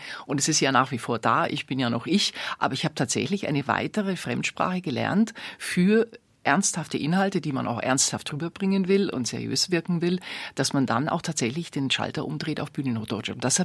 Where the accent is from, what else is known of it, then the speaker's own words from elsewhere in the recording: Bavaria, Germany; accent: leichter bayerischer Klang (light Bavarian); Du bleibst dir selber treu, natürlich, mit einem leichten bayerischen Klang.